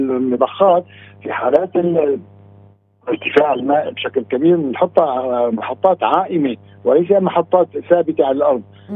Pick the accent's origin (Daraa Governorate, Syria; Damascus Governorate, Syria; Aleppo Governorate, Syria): Aleppo Governorate, Syria; Aleppo; نحن عندنا في حلب